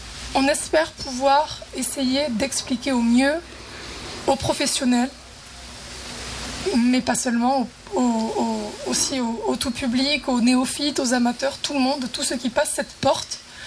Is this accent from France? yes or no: yes; Luz-Saint-Sauveur, Occitanie, France; also born or lived in Alps; je suis originaire de Lucin-Sauveur et que j'ai vécu 10 ans dans les Alpes.